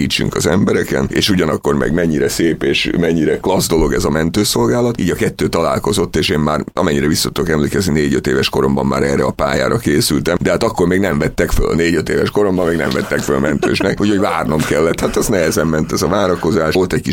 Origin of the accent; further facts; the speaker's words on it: Budapest, Hungary; Tehát a Szent István körúton nőttem föl, a Margit híd közelében